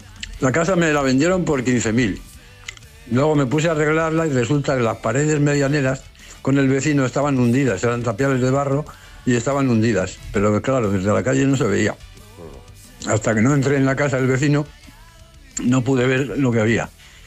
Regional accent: Madrid, Community of Madrid, Spain; Mira, yo soy de Madrid.

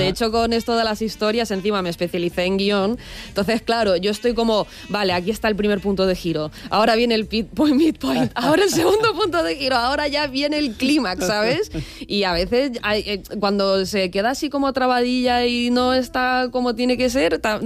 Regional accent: Russia; Spanish is a second language; Buah, sí, me encanta el verano. Y siendo rusa, ¿eh? Sí. Que parece que no, pero.

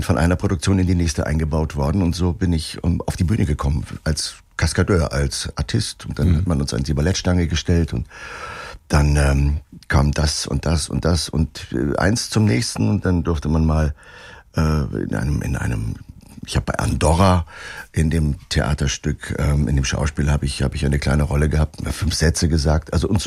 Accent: Bremerhaven, Bremen, Germany; moved away as an adult; also born or lived in Salzburg; Ich bin leidenschaftlich im Norden aufgewachsen mit Meer, mit Wind und Meer. Mein Vater war Kapitän

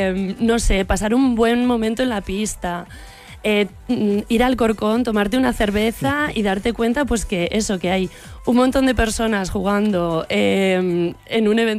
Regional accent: Zaragoza, Aragon, Spain; now in Madrid, Spain; yo soy de Zaragoza.

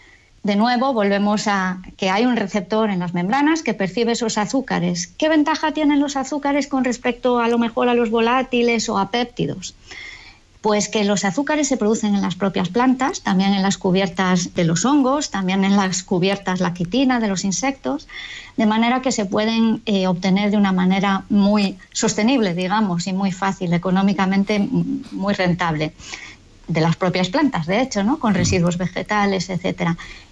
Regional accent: Galicia, Spain; Bueno, pues porque yo soy gallega y cuando me vine a Galicia a la misión biológica

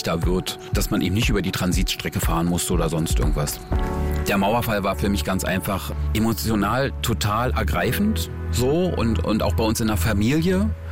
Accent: Berlin, Germany; bin in Berlin-Tegel-Süd aufgewachsen und wohne jetzt mittlerweile in Moabit.

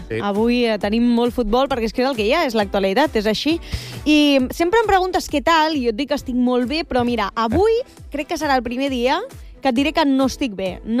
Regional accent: Caldes de Montbui, Catalonia, Spain; jo sóc de Caldes de Montbui

